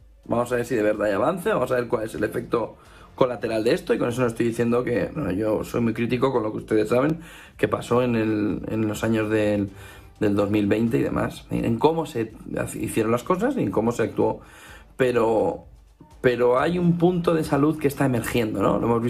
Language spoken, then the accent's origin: Spanish; Alicante, Valencian Community, Spain; Todo en Alicante, en mi tierra, es pan de todos los días, de todos los veranos.